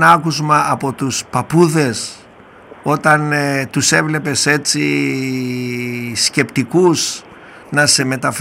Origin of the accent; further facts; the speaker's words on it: Doirani, Central Macedonia, Greece; εγώ είμαι ντόπιος από τη Δοϊράνη, είναι ντόπιο χωριό η Δοϊράνη, ναι. Από μπαμπά, μαμά Πόντια η κυρά Σοφία.